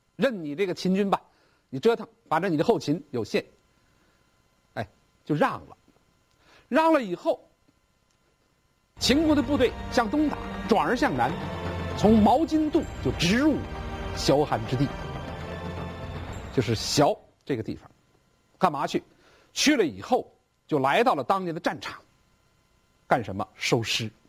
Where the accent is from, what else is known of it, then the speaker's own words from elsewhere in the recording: China; 我们中国人